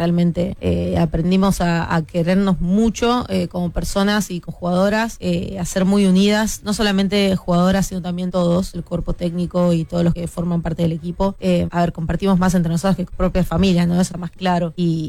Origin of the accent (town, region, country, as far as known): Argentina